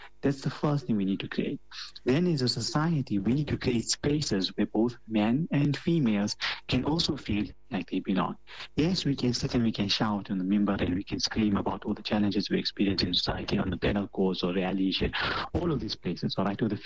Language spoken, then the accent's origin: English; South Africa; It doesn't mean us as South African Muslims, we're immune to it